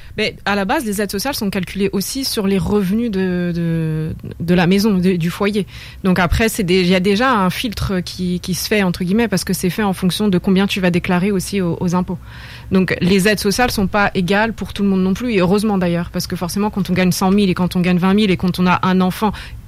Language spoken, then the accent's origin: French; France; moved away as an adult; now in Quebec, Canada; Moi, je suis arrivée, j'avais plus de 35 ans, donc j'ai vraiment born and raised en France